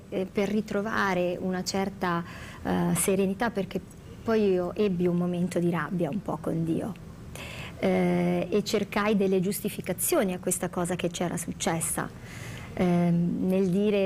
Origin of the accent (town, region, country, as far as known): Castelfidardo, Marche, Italy